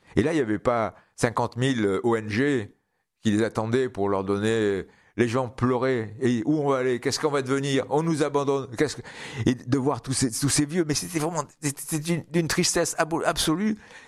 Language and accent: French; Algiers, Algiers Province, Algeria; born there; moved away; je suis né à Alger.